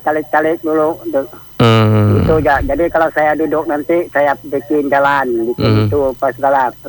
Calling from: West Kalimantan, Indonesia; Di Tunggulu ini hanya dusun kami yang belum ada PLN, penerangan nih.

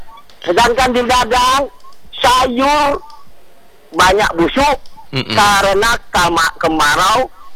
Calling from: Indonesia; kita Melayu Indonesia

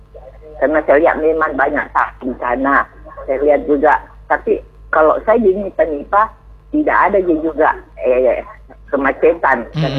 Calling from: Parepare, South Sulawesi, Indonesia

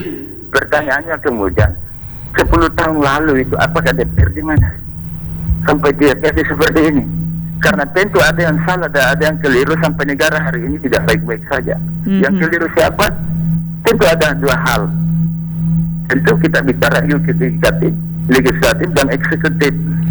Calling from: Polewali Mandar, West Sulawesi, Indonesia; kan kebetulan saya juga orang Polman.

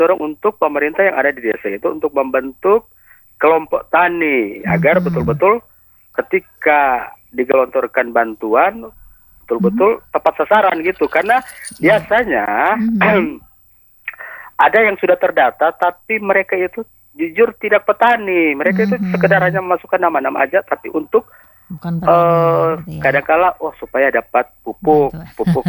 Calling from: Manado, North Sulawesi, Indonesia; Saya kebetulan dari Manado sih, Cliff.

